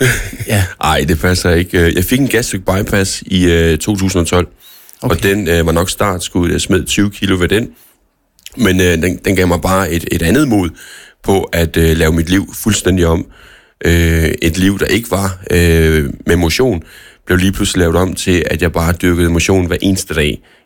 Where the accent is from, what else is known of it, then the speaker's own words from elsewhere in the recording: Randers, Central Denmark Region, Denmark; Jeg er Randers-dreng.